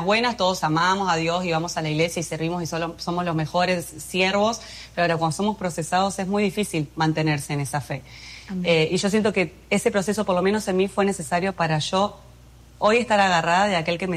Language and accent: Spanish; Argentina; moved away as an adult; now in Dominican Republic; muy patriota. Yo amo a Argentina, me considero más argentina que el mate. Siempre dije, yo voy a nacer y morir en Argentina. Estudié ciencias políticas allá